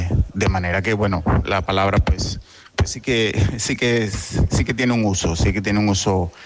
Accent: Venezuela; now in Ourense, Spain; Os mando este audio desde Ourense. … Vivo aquí desde hace más de 20 años, aunque nací y me crié durante mucho tiempo en Venezuela.

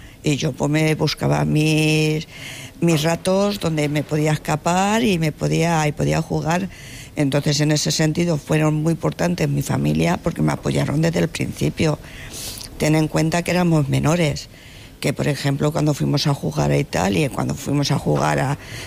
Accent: Madrid, Community of Madrid, Spain; Yo soy de Prosperidad. Y nos íbamos a jugar, que antes era todo campo, cuando yo era pequeña era todo campo, era Clara del Rey y Corazón de María.

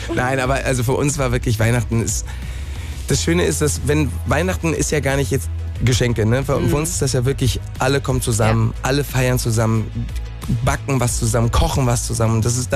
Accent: Balearic Islands, Spain; Also bei uns war immer so, ich bin ja auf Mallorca aufgewachsen.

